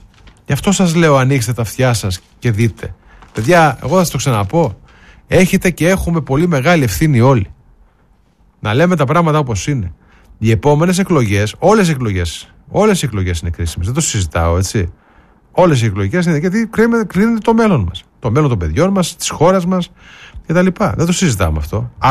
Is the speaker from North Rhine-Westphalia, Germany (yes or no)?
yes; Eitorf, North Rhine-Westphalia, Germany; Από το Άιτορφ, άρε Γιωργάρα μου. Εκεί γεννήθηκα και μεγάλωσα παιδιά στη Γερμανία.